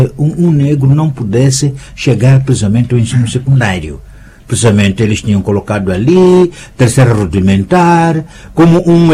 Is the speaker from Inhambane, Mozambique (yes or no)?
yes; Cambine, Inhambane, Mozambique; born there; Eu sou de Cambina, né? Não faço propaganda sempre do local onde nasci, né? Eu sou de Cambina.